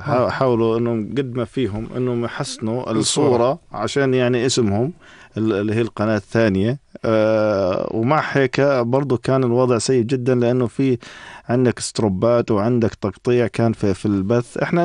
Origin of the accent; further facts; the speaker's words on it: Jordan; احنا عندنا في الاردن